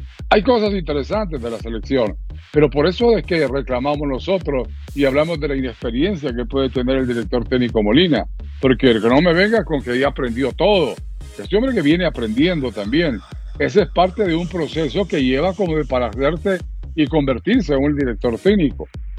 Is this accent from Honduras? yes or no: yes; Honduras